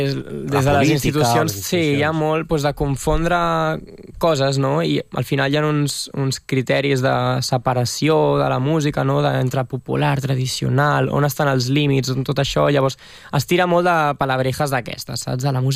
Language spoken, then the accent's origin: Catalan; Catalonia, Spain; amb un espanyolisme tan, que ens ataca tant al final com a catalans